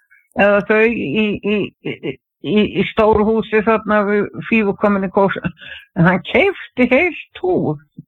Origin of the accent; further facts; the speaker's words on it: Kópavogur, Capital Region, Iceland; þegar ég var svona krakki, ég var alveg upp í Kópavoginum